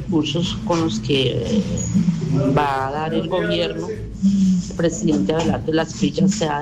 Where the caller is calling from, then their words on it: Armenia, Quindío, Colombia; aquí en Armenia